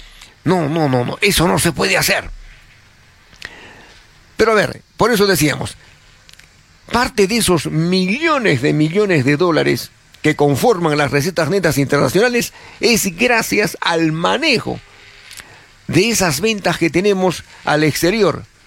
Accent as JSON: {"language": "Spanish", "country": "Peru"}